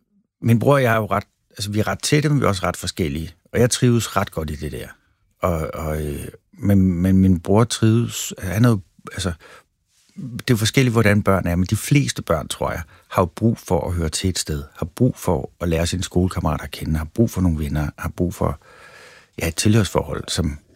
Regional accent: Valby, Capital Region of Denmark, Denmark; Og vi havde sådan en plads i Valby, faktisk lige over for spinderiet, hvor jeg voksede op.

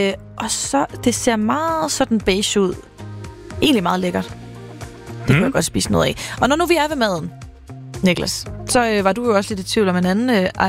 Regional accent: Region of Southern Denmark, Denmark; Jeg er jo simpelthen fra Sønderjylland.

